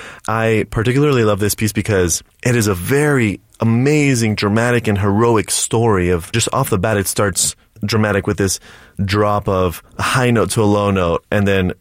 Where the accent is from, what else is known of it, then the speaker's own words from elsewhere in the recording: Fort Lauderdale, Florida, United States; I'm from Fort Lauderdale, Florida